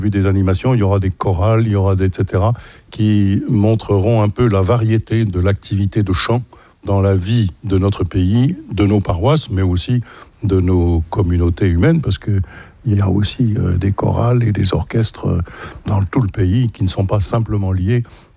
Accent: Paris, Île-de-France, France; chez nous à Paris

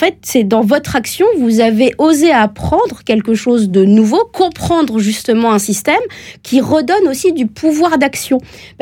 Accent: Normandy, France; Je viens de la Normandie.

